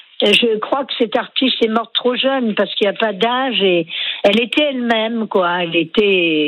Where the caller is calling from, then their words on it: Paris, Île-de-France, France; j'habite pas loin de Montmartre, je suis à Porte Clichy.